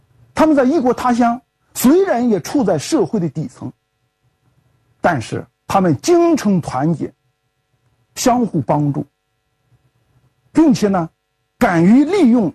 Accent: China; 我们中国人

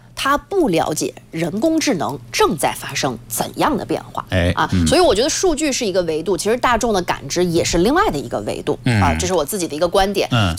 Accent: China; 我们中国人非常熟悉的新东西

